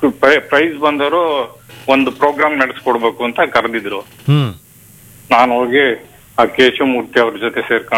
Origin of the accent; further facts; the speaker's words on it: Banasandra, Karnataka, India; also born or lived in Mandya; now in Bengaluru, India; ನಾನು ಆಕ್ಚುಲಾಗಿ ನಮ್ಮೂರು ಬಾಣಸಂದ್ರ. ನಾನು ಇರೋದು ಸದ್ಯಕ್ಕೆ ಬೆಂಗಳೂರು. ಮಂಡ್ಯದಾಗಿದ್ದೆ, sugar ಫ್ಯಾಕ್ಟ್ರಿಲಿ retired.